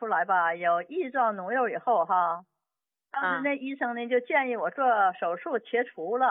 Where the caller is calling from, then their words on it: Shenyang, Liaoning, China; 我是沈阳的。